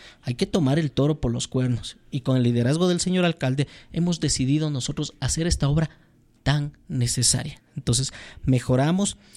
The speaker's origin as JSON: {"language": "Spanish", "town": "Quito", "region": "Pichincha", "country": "Ecuador", "tie": "born or raised there", "said": "los que somos oriundos de Conocoto"}